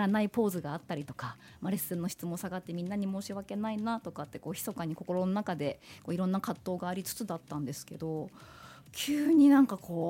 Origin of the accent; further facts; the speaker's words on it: Sapporo, Hokkaido, Japan; 私は生まれも育ちもずっと札幌以外に住んだことがございません。